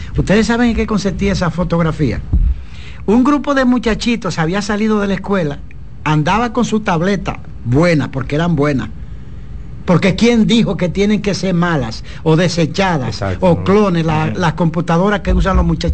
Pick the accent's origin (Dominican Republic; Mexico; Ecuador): Dominican Republic; born there; La Rancha, donde yo nací. Mi gran urbe, mi gran ciudad